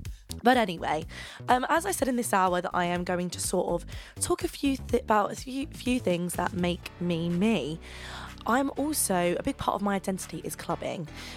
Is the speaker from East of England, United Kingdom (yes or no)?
yes; East of England, United Kingdom; one particular club has a special place in my heart, which is my hometown club that goes by the name of the Pink Toothbrush.